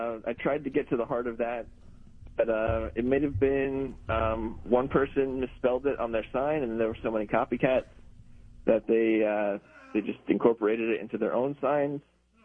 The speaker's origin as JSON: {"language": "English", "region": "New Jersey", "country": "United States", "tie": "born or raised there", "said": "it's all love letter to my home state, New Jersey."}